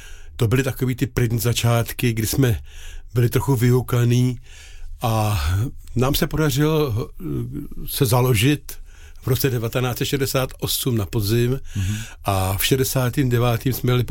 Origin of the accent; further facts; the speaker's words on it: South Bohemian Region, Czechia; byl jsem první Jihočech